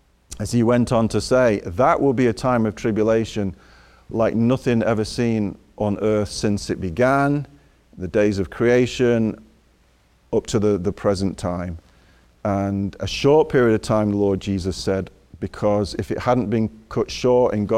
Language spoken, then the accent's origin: English; England, United Kingdom; You know, Gary, I'm from England, as you announced at the start